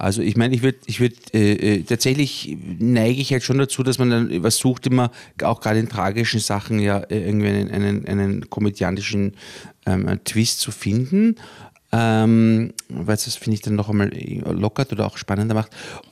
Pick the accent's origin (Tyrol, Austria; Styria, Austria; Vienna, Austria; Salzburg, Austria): Vienna, Austria; Ich komme aus Favoriten, bin im 10. Bezirk aufgewachsen und eigentlich nie so wirklich weg.